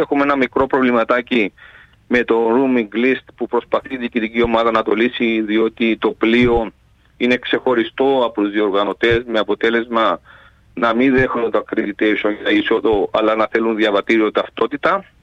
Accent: Cyprus; είμαστε μια χώρα, μια πατρίδα, η οποία είναι με τον Τούρκο εισβολέα, έτσι μια χώρα μικρή και σκλαβωμένοι κατά το ίμιση.

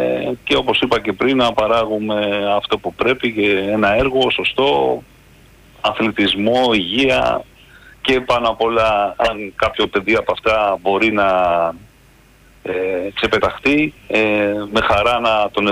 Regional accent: Korydallos, Nikaia, Attica, Greece; Αγαπάω τον Πειραιά, αγαπάω την περιοχή μου, τον Κορυδαλό, την Νίκαια.

